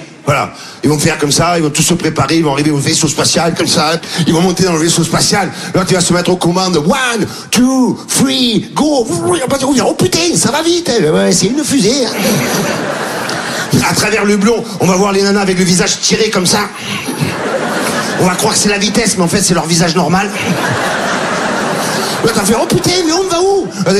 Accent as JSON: {"language": "French", "town": "Marseille", "region": "Provence-Alpes-Côte d'Azur", "country": "France", "said": "J'ai dit, dis donc, j'ai dit, moi aussi, je suis Marseillais, mais..."}